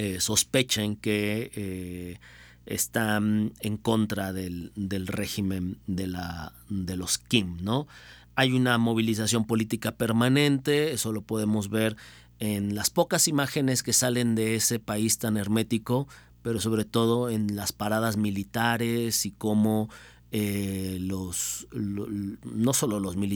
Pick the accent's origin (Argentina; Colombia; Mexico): Mexico; para una sociedad como la mexicana